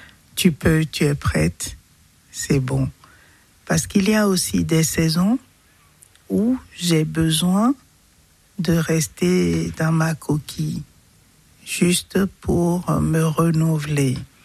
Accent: Cotonou, Littoral, Benin; now in Besançon, France; ça me ramenait les mêmes vibrations que j'avais de mon enfance lorsque j'étais à Cotonou, au bord de l'océan Atlantique.

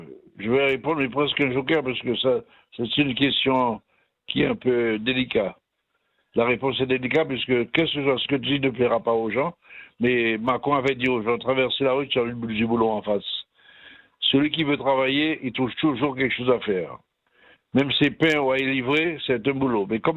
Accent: French Guiana; moved away; Chez nous, en Guyane, on ne connaît pas ça.

